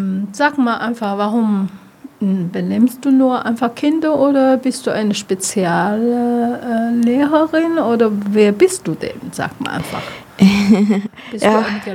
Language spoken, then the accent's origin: German; Taiwan; German is a second language; Ich komme persönlich aus Taiwan.